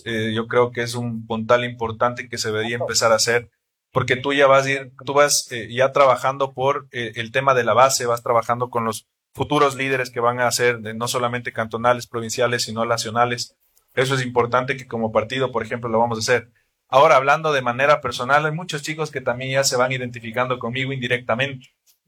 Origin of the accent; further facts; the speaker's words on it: Tungurahua, Ecuador; Tungurahua, la provincia que me ha dado todo.